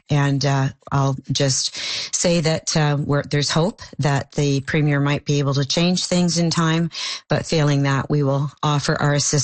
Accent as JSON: {"language": "English", "region": "Ontario", "country": "Canada", "tie": "born or raised there", "said": "Again, as my first language is English, I've done my best to become bilingual. It's been important in the position as warden, but I did grow up in Ontario."}